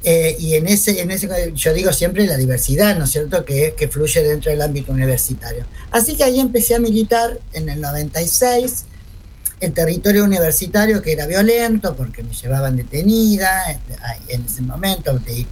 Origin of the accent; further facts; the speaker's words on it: Rosario, Santa Fe, Argentina; now in Córdoba, Argentina; yo migro a Córdoba. ¿No es cierto? Soy de Rosarina, migro a Córdoba por la violencia en dictadura.